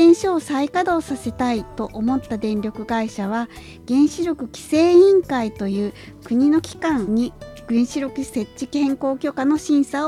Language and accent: Japanese; Kure, Hiroshima, Japan; 私は生まれも育ちも広島県の呉市なんです